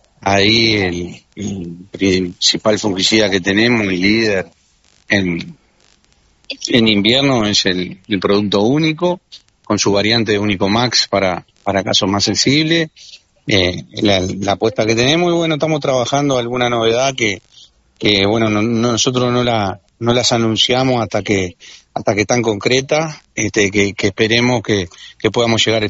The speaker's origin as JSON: {"language": "Spanish", "country": "Uruguay", "said": "lo que podemos hacer como uruguayo"}